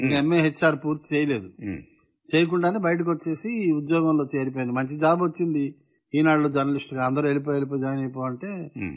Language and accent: Telugu; Berhampur, Odisha, India; born there; also born or lived in Vizianagaram, Andhra Pradesh; అక్కడ ఫ్యాక్టరీ పెట్టడంతో బరంపురం షిఫ్ట్ అయ్యాం. నా 10వ ఏట బరంపురం గెలిపాం. కాబట్టి నేను చదువు మొత్తం బరంపురమే. 4వ తరగతి నుంచి మొత్తం చదువు అంతా బరంపురమే. కలికొట కాలేజీలో చదువుకున్నాను.